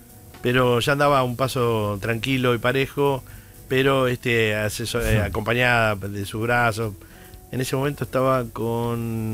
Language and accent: Spanish; Pinamar, Buenos Aires Province, Argentina; me dice, ¿vos sos de Pinamar? Sí.